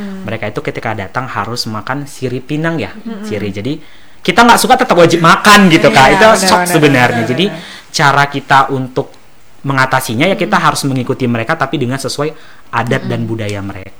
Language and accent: Indonesian; North Sumatra, Indonesia; Kalau kan saya Batak, Pak.